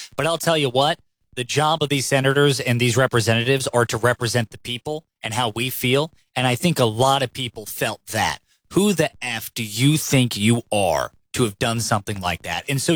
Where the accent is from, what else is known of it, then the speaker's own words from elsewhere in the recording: United States; as an American